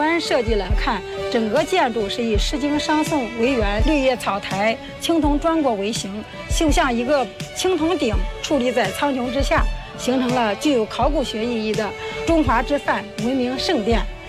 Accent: China

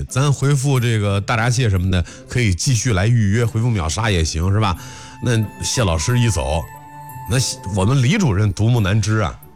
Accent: Henan, China; 还是咱们河南人啊？

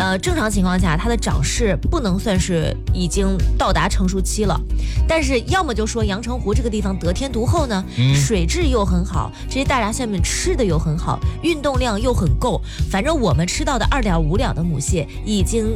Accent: Henan, China; accent: Henan dialect; 就是咱们河南话嘎咕这个词儿大家懂吧，

